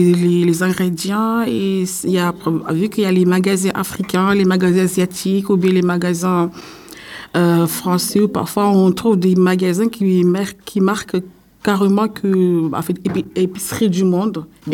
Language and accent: French; Mayotte; also born or lived in Castres; now in Rennes, France; j'ai 37 ans, je viens de Mayotte.